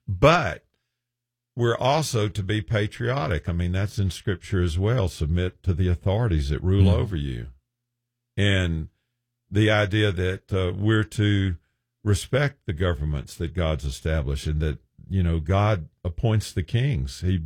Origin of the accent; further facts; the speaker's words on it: United States; I'm an American, and above that, I'm a Christian.